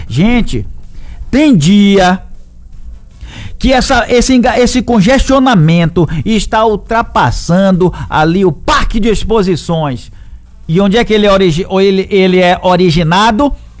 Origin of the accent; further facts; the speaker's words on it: Salvador, Bahia, Brazil; Ó, quando eu era pequeno lá em Paripe, eu sabia que era assim, o ambulante é vendedor ambulante, ou então o camelô.